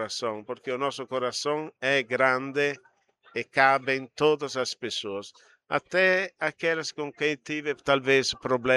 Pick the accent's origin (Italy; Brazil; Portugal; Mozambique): Italy; northern Italy; Portuguese is a second language; moved away; Vou no norte da Itália, perto da minha terra